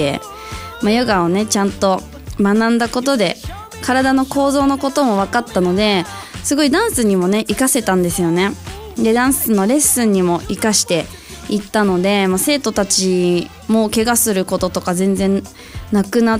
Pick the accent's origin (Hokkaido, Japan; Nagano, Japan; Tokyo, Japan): Nagano, Japan; で地元の長野だったんですけど、まあ、そこでダンスでこう食べていくって言ったら